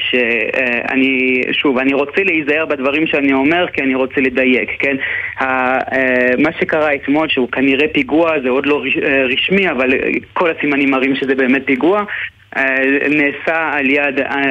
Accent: Montreal, Quebec, Canada; now in Israel; איפה שגדלתי במונטריאול

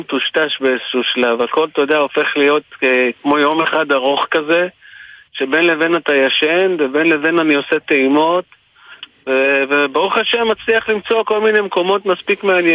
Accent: Givatayim, Tel Aviv District, Israel; יש בדרום גבעתיים מרכז מסחרי. אני גדלתי בדרום גבעתיים. את שנות הילדות שלי והנערות שלי עברתי שם, את קצה שנות הנערות שלי עברתי שם.

